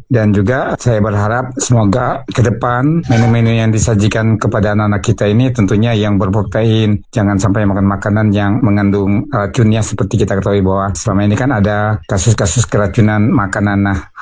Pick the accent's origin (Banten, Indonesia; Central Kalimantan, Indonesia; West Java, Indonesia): West Java, Indonesia; Bandung; Pak. Saya dari Bandung ya.